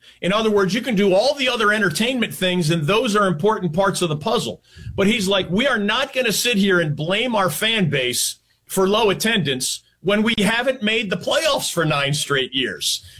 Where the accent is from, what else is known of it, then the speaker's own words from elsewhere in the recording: Philadelphia, Pennsylvania, United States; And you know that I … growing up in Philadelphia, playing hockey, watching hockey, et cetera.